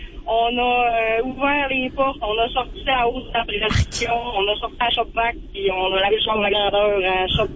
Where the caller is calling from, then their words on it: Quebec, Canada; Moi, j'habite à Saint-Félix-de-Tours, c'est arrivé à la baie.